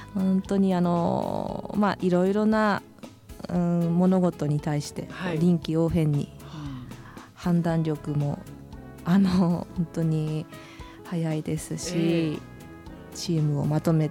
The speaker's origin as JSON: {"language": "Japanese", "town": "Kitakata", "region": "Fukushima", "country": "Japan", "moved": "yes", "lives_now": "Motomiya, Japan", "said": "出身は会津の方なんです、"}